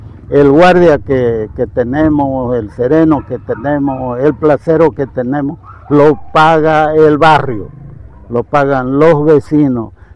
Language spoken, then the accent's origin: Spanish; Santa Cruz, Bolivia; now in El Palmar, Bolivia; tuvimos yeta, como decimos los cambas.